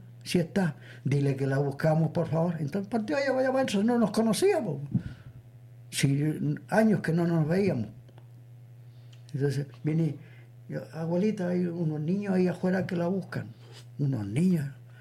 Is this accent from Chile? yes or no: yes; Chile; como buen chileno, he tenido mucha cueva en mi vida.